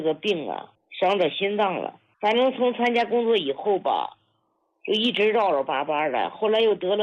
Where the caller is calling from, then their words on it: Hebei, China; 我是河北的。哎，我今年79了